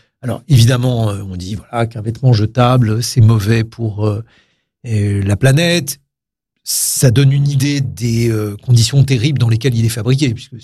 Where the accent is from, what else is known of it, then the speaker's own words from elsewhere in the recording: France; Nous sommes français, on est français depuis que la France s'est faite.